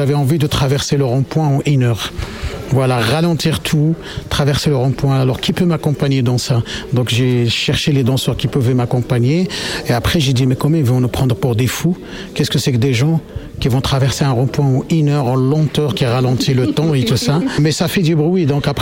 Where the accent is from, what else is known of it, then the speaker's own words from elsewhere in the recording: Morocco; Moi, je suis marocain.